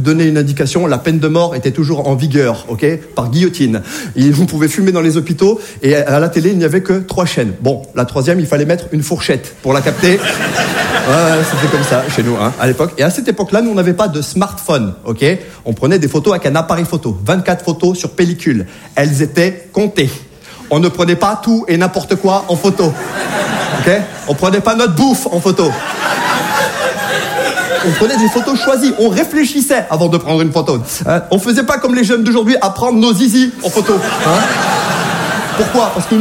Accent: Saint-Étienne, Auvergne-Rhône-Alpes, France; Je parle des provinciaux parce que moi-même je suis de province, je viens de Saint-Étienne, vous connaissez ou pas?

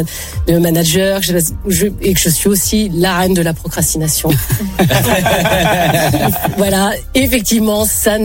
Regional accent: Brittany, France; Je suis pas bretonne pour rien.

